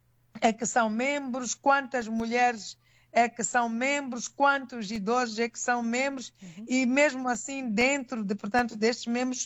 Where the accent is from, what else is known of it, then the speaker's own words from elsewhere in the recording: Mozambique; para cada um de nós, enquanto moçambicanos.